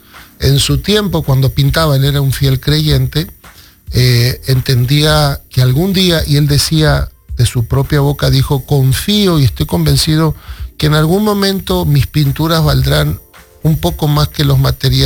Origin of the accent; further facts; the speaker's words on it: Argentina; Me crié en Argentina, en una de las la segunda comunidad más grande de judíos en todo el mundo, después de Nueva York y Estados Unidos.